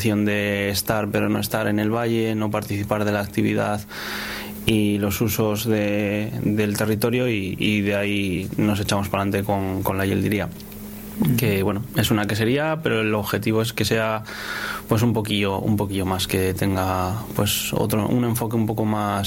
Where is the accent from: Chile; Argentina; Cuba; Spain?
Spain; Torrelavega, Cantabria; yo soy de Dualez, de un barrio de Torlavega, que está prácticamente dentro de la Isniace